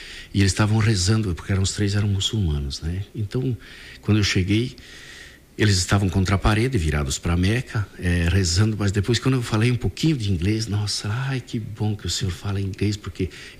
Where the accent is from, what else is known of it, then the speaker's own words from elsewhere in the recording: Sarandi, Brazil; born there; moved away; Eu vejo lá em Sarandi, na minha terra